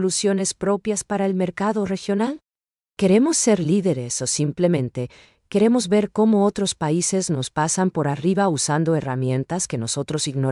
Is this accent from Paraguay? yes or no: yes; Paraguay; nosotros como paraguayos